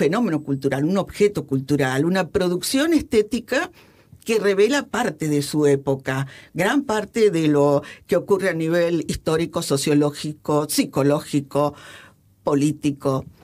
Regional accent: Argentina; also born or lived in Spain; Es que soy argentina-española y bueno, se me mezclan un poco los decires de un lado y del otro.

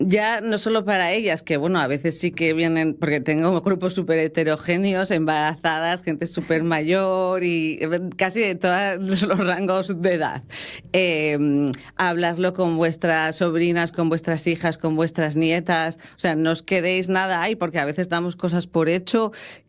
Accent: Santander, Cantabria, Spain; now in Caravia, Spain; Pues yo ya me empecé a especializar antes de venir a vivir aquí a Asturias, que yo soy de Santander. Y al principio, claro, pues era hace 12 años que llevo aquí. Me vine a vivir a Caravia

